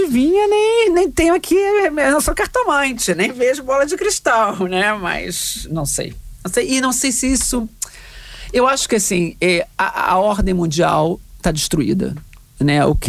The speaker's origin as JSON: {"language": "Portuguese", "country": "Portugal", "said": "eu peço desculpa aos meus, eu também sou portuguesa, mas eu acho muito fraco."}